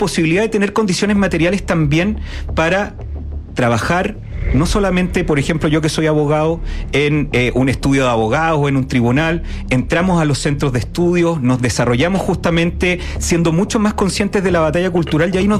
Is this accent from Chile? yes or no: yes; Chile; nos formamos, nos criamos, nos educamos en el Chile de los supercampeones, de Dragon Ball Z, de los Caballeros del Zodiaco.